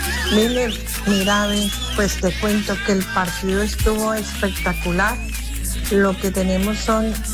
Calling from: El Retiro, Antioquia, Colombia; te queremos desde el Retiro en sintonía

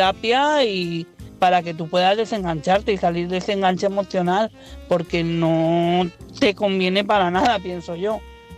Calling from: Madrid, Community of Madrid, Spain; de Madrid.

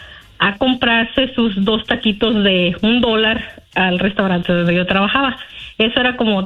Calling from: Manteca, California, United States; De aquí, de la ciudad de Manteca, California.

